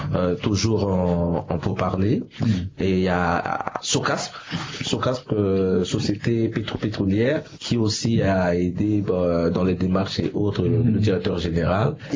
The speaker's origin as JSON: {"language": "French", "country": "Central African Republic", "said": "On vient de la Centrafrique."}